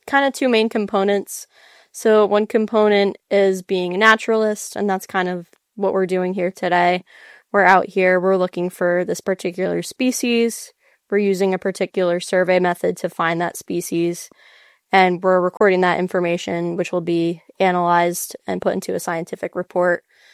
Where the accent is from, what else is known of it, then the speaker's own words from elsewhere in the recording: Washingtonville, New York, United States; I am a Hudson Valley native. I grew up in Washingtonville, New York, and Orange County, across the river